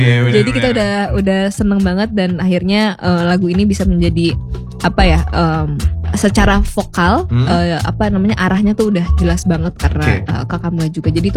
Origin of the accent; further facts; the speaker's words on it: Palembang, South Sumatra, Indonesia; Aku orang Palembang, Sumatera juga sih.